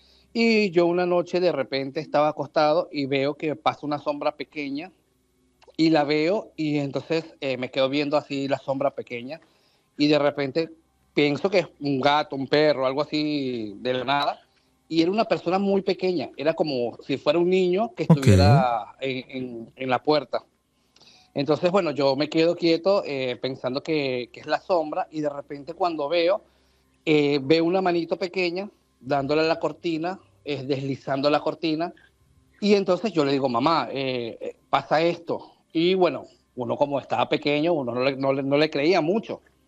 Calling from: Venezuela; soy de Venezuela

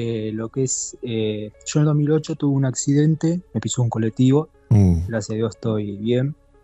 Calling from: Merlo, Buenos Aires Province, Argentina; Soy de Merlo.

